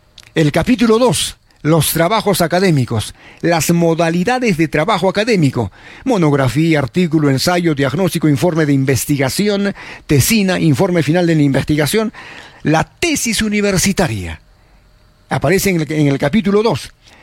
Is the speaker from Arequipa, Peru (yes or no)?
yes; Arequipa, Peru; Somos arequipeños, ¿correcto?